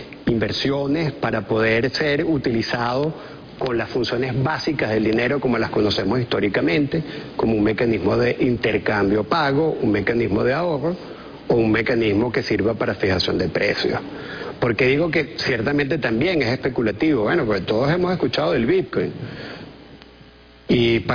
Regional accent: Venezuela; En Venezuela tenemos la quinta reserva mundial de torio

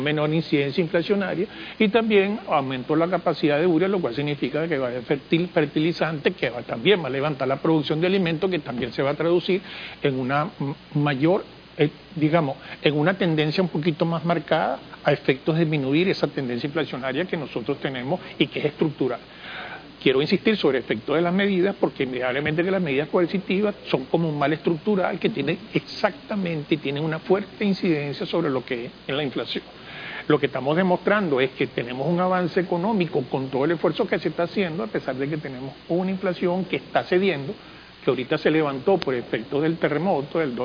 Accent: Venezuela; los venezolanos ahora somos mucho más venezolanos

